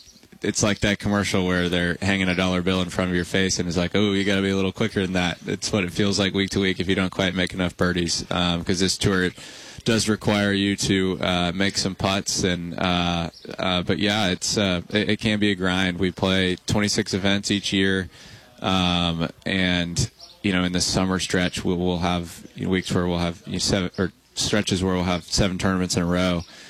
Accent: Houston, Texas, United States; I am from Houston, Texas.

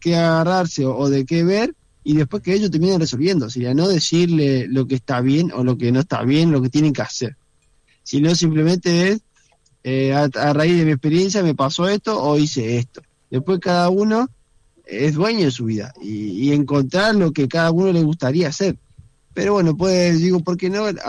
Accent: Reconquista, Santa Fe, Argentina; me crié en Reconquista, en una ciudad pequeña, donde jugaba mucho en la calle, era la pelota.

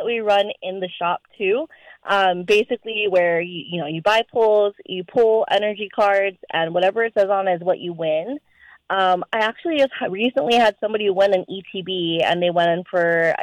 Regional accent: Honolulu, Hawaii, United States; Both myself and Andy, we were raised in Manoa. Him with living here and me with having family everywhere in the valley.

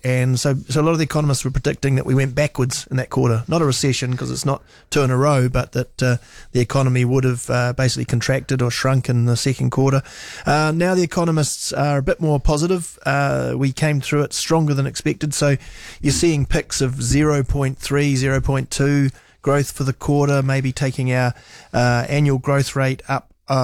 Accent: Christchurch, Canterbury, New Zealand; A lot of it, I'm from Christchurch, so I can say this.

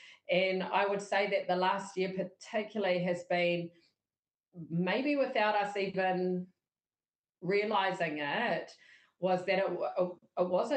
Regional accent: Northland, New Zealand; now in Whangarei, New Zealand; noho ana au ki Whangarei. … I am a proud Northland bred wahine Māori, born and bred in Taitokerau, Northland girl through and through.

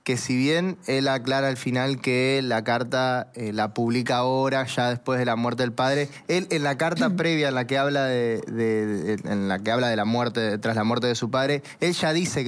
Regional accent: Argentina; nosotros estamos obligados como argentinos

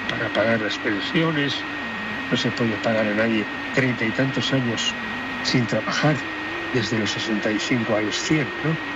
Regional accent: Bilbao, Basque Country, Spain; born or raised there; moved away

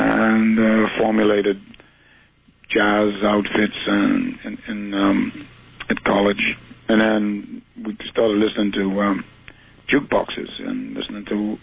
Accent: Newcastle, North East England, United Kingdom; born or raised there

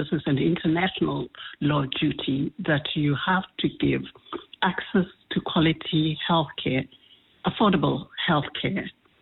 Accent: South Africa; We are South African, and we love this notion of ubuntu, batubili.

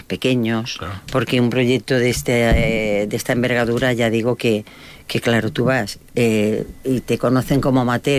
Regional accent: Villena, Valencian Community, Spain; yo voy a Almansa y soy la de Villena.

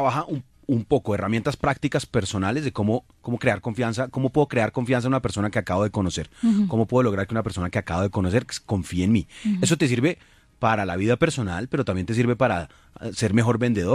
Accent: Colombia; lo que creo de nuestra identidad común como colombianos.

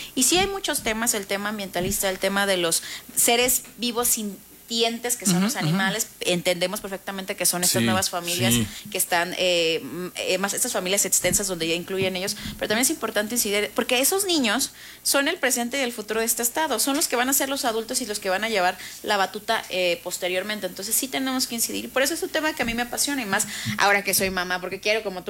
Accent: La Piedad, Michoacán, Mexico

